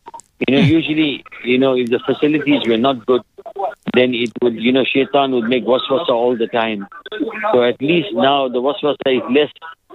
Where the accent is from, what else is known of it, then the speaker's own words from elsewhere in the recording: South Africa; South Africans, we have always grown up with Holiday in. So this feels like home to us.